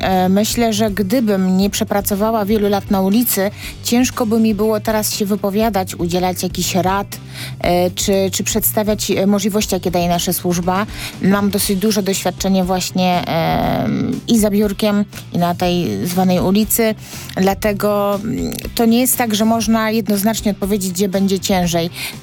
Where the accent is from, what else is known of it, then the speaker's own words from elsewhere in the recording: Warmian-Masurian Voivodeship, Poland; moved away as an adult; now in Warsaw, Poland; Mieszkałam też na wsi, to też były inne troszeczkę możliwości, a więc ogólnie nie jestem z Warszawy też, jestem z Mazur, przyszłam tutaj do pracy do Warszawy